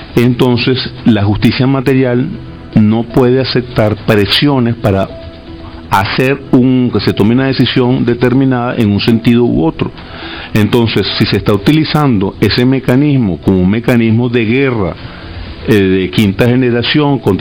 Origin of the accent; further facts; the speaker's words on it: Venezuela; como venezolano comprometido con mi sistema constitucional